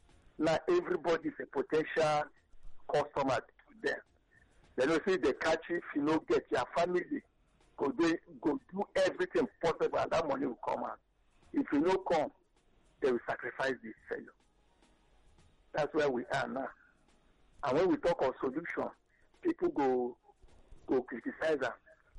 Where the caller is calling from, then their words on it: Imo, Nigeria; I'm not from the north, so I'm from Imo State